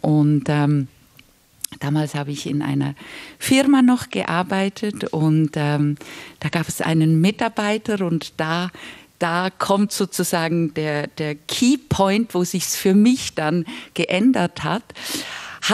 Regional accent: Switzerland; ich bin dann in der Schweiz geboren, aber trotzdem in so einem Schmelztiegel aufgewachsen zwischen einer Kultur aus Prag mit wahnsinnig viel Theater und Kultur

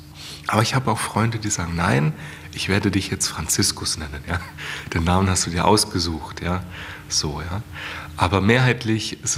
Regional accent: Germany; now in Austria; Ja, also ich bin ja Deutscher. Ich könnte, also Ordensname oder Künstlername kann man da eintragen lassen. Geht in Österreich nicht.

